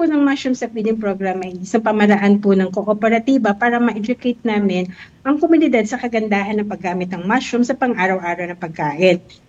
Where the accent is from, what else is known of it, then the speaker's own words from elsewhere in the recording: Bulacan, Central Luzon, Philippines; now in Cebu, Philippines; Yes po, taga Bulacan po ako, okay before. Po. Mm-hmm. During my childhood years po, mm-hmm. to elementary ko po, sa Bulacan po ako.